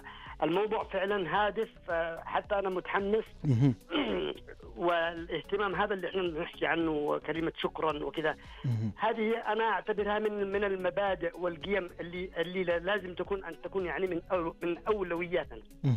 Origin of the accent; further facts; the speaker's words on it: Yemen; now in Abha, Saudi Arabia; أنا أكلمك من أبها، طبعا أخوك يمني